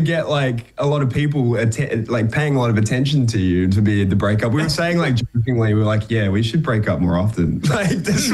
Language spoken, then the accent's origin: English; New Zealand; accent: New Zealand; moved away as an adult; now in Australia; the longer I'm here, the more I've regressed back into my New Zealand accent.